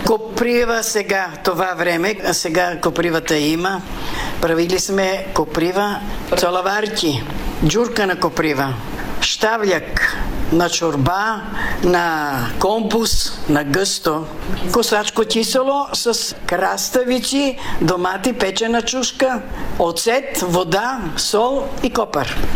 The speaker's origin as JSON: {"language": "Bulgarian", "region": "Vidin Province", "country": "Bulgaria", "tie": "born or raised there", "said": "Родена съм в Белоградчишко село на 12 км Паравуш."}